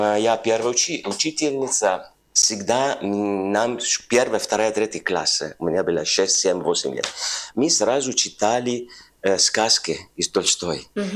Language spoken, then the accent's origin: Russian; Turin, Piedmont, Italy; Russian is a second language; now in Russia; Италия. Турине – это столица. Район Пьемонте. Пьемонте – это на север-запад, почти на границе Франции.